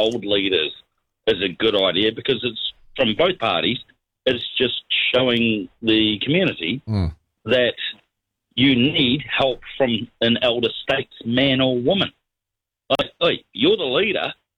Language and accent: English; New Zealand; moved away; You know, like, I would think being a Kiwi overseas, I could just do it digitally